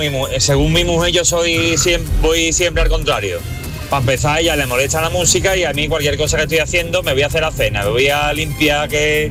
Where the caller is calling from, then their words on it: Seville, Andalusia, Spain; de Sevilla.